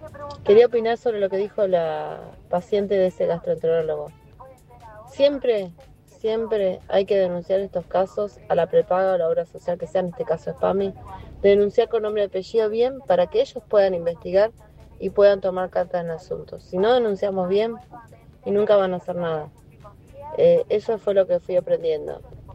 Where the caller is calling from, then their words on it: Cipolletti, Río Negro, Argentina; de Cipolletti.